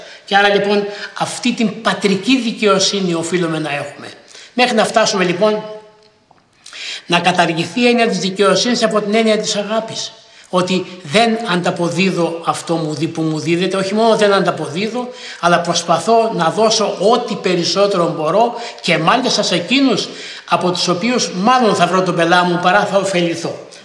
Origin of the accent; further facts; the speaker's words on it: Epirus, Greece; εγώ κατάγομαι από την Ήπειρο